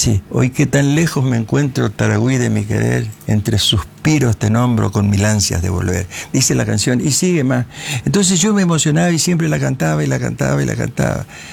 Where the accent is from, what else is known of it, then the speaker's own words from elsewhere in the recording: Goya, Corrientes, Argentina; also born or lived in El Paraíso, near Las Lomitas, Formosa; soy correntino, pero de Goya.